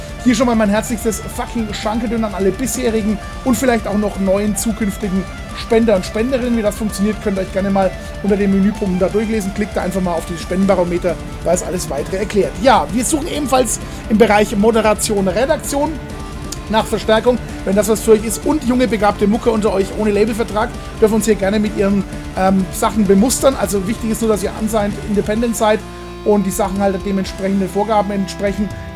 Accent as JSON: {"language": "German", "region": "Bavaria", "country": "Germany", "said": "dreiviertel sechs, wie man bei uns in Franken sagt"}